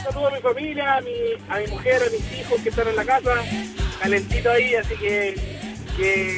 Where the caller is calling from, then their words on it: La Florida, Santiago Metropolitan Region, Chile; Estoy acá en la Florida